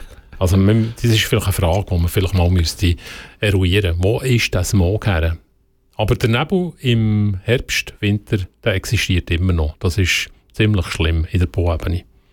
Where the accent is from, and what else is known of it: Bern, Switzerland